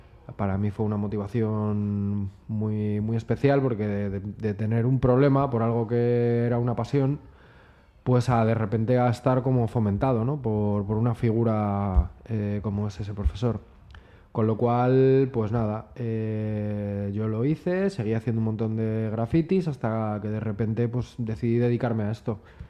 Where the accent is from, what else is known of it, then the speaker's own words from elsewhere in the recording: Madrid, Community of Madrid, Spain; born there; also born or lived in Majadahonda / Boadilla del Monte / Carabanchel; yo nací en Usera